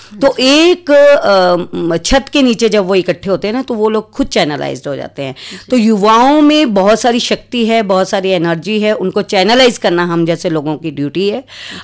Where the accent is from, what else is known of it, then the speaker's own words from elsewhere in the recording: Dharamshala, Himachal Pradesh, India; born there; मैं DAV जो अभी आपका धर्मशाला में है, तो पहले आर्य समाज स्कूल के नाम से जाना जाता था, तो मेरी 5वीं तक की जो शिक्षा है वहीं पर हुई है।